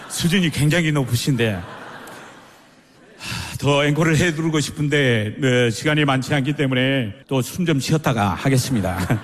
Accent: Gageodo, South Jeolla, South Korea; moved away; 배를 타고 4시간 가면은 가거도라는 섬이 나와요. 최서남단 가거도 오비의 아들로 태어났습니다.

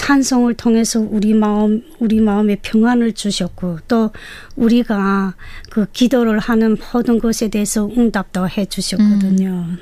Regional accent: South Hamgyong, North Korea; now in South Korea; 남한 정착 8개월 차 함경남도에서 온

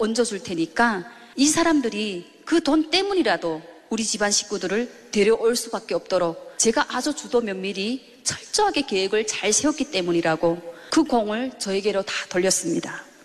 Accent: North Korea; moved away; also born or lived in China; 저도 같은 탈북민이고

